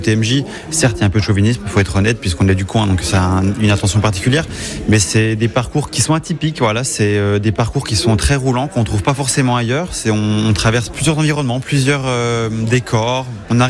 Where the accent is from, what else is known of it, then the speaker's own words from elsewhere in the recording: Bourgogne-Franche-Comté, France; je viens d'ici, je viens du Jura, maintenant j'habite au Rousse, donc c'est à côté.